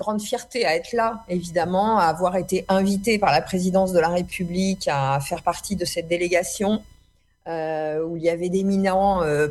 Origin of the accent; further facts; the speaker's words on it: France; Évidemment, moi, en tant que Française d'origine arménienne, je n'ai pas à, à commenter les options politiques de Nikol Pachinian.